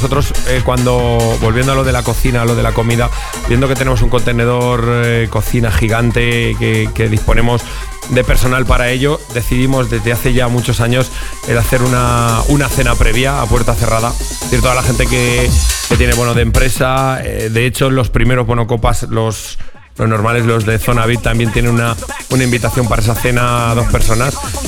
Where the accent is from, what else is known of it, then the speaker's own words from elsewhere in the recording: Casas Ibáñez, Castilla-La Mancha, Spain; now in Albacete, Spain; yo soy de Casas Ibáñez